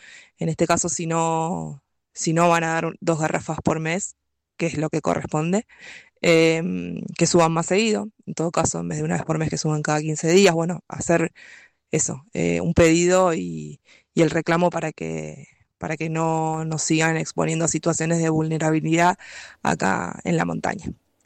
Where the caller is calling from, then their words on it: Mendoza, Argentina; yo soy vecina de Las Carditas.